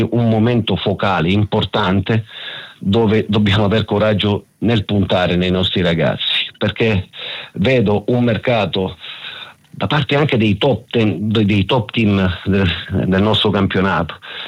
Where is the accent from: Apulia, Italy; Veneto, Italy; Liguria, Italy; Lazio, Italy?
Apulia, Italy; Taranto; vorrei fare i complimenti alla mia città natale, Taranto